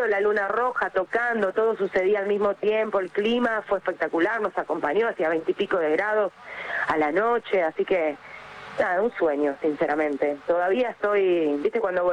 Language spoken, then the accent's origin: Spanish; Buenos Aires, Argentina; yo soy porteña